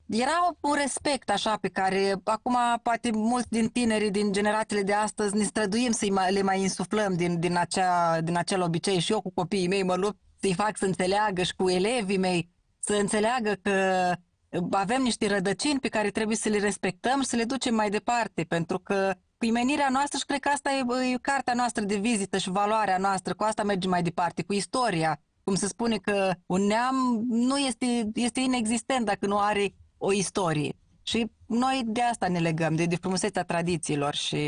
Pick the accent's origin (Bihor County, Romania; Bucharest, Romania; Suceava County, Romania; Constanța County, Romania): Suceava County, Romania; Sadova; sunt fată din Sadova.